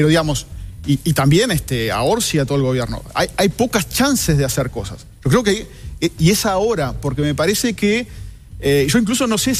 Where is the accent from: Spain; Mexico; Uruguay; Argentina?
Uruguay